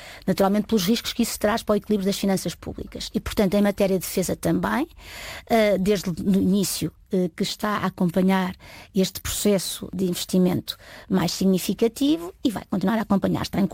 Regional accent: Coimbra, Centro, Portugal; born there; also born or lived in Recardães, Águeda; Cidade onde nasci e onde fiz alguns dos meus graus, enfim, de académicos, e onde tenho muita família, tenho muitos amigos, e, portanto, é uma cidade que me diz muito.

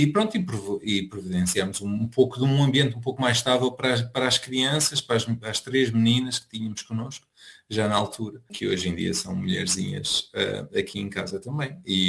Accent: Portugal; moved away as an adult

